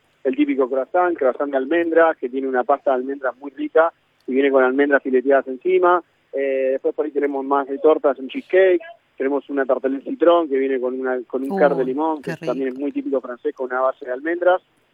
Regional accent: Argentina; yo soy argentino.

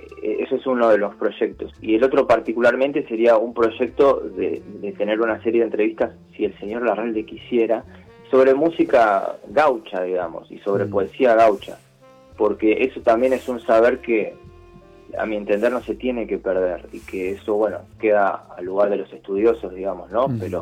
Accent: Argentina; Y a mí como argentino me interesa que eso se sepa

